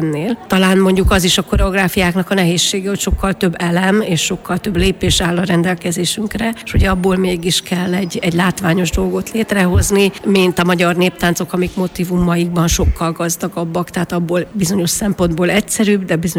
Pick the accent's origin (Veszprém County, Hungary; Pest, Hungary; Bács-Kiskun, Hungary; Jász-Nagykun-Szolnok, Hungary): Pest, Hungary; Szigetcsép; hiszen Szigetcsépen, ahol én fölnőttem, ott abban a szerencsés helyzetben voltam, hogy ott párhuzamosan a szerb-horvát és a német nemzetiség is együtt élt